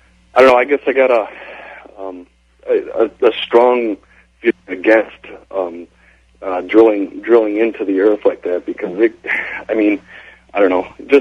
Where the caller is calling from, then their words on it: Minneapolis, Minnesota, United States; calling from Minneapolis